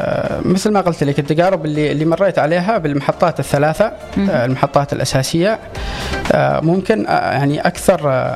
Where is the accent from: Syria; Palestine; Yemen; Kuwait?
Yemen; Aden; عندنا في عدن أو في اليمن بشكل عام